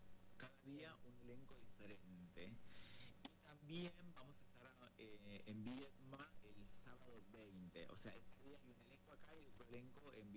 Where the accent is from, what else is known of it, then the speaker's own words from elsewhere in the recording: Villa Manzano, Río Negro, Argentina; moved away; mi pueblo, que es Villa Manzano